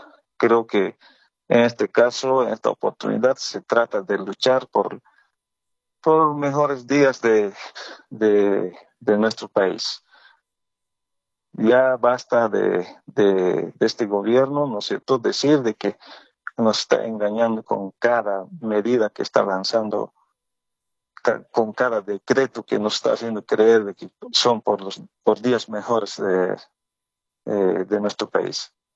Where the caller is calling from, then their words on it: Cochabamba, Bolivia; Ya, hablo de Cochabamba.